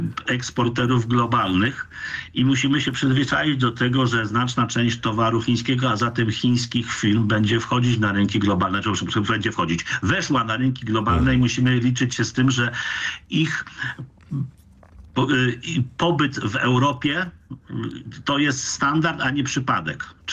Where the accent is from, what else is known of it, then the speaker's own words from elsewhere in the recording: Gdańsk, Pomeranian Voivodeship, Poland; ja jestem z Gdańska.